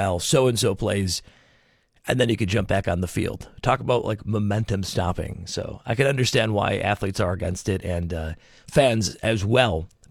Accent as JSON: {"language": "English", "country": "United States", "said": "as an American"}